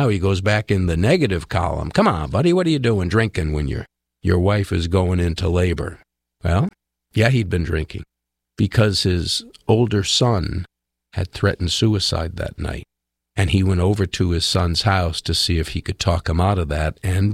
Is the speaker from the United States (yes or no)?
yes; New England, United States; moved away; I am from New England.